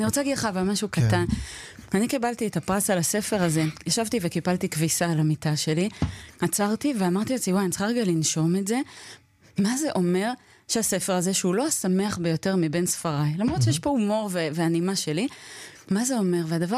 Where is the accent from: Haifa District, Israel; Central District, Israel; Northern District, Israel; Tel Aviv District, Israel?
Tel Aviv District, Israel; Tel Aviv; שלומי כתל אביבית